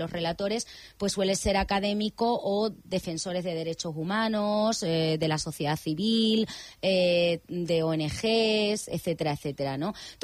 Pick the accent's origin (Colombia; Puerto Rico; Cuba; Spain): Spain; yo soy española